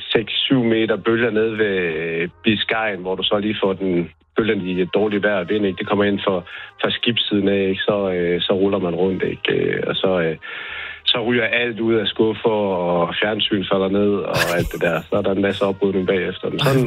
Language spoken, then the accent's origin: Danish; Fredericia, Region of Southern Denmark, Denmark; Jeg kommer fra Fredericia-området af.